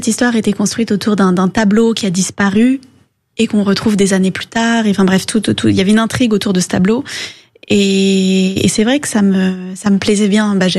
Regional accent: North Vietnam, Vietnam; moved away; also born or lived in United States; moi, je venais du Nord Vietnam, ma famille était du Nord

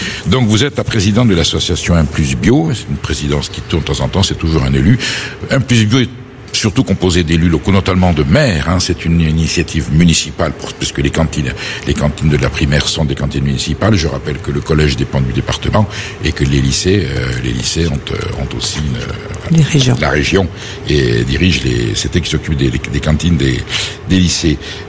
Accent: Nouvelle-Aquitaine, France; Alors, vous êtes béarnaise, je suis basque, ça va très bien se passer?

